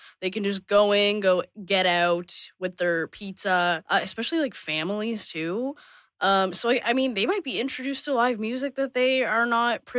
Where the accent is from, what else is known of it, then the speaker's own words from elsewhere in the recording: East Hants, Nova Scotia, Canada; I'm from East Hants. I feel like when people from East Hants go to the city maybe in quotation marks